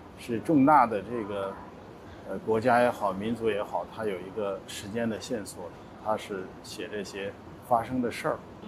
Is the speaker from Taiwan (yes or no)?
no; Changji, Xinjiang, China; born there; 因为我在昌吉出生，我内心里非常的敬畏。我的出生地绝对不能轻易写，面对自己的出生地新疆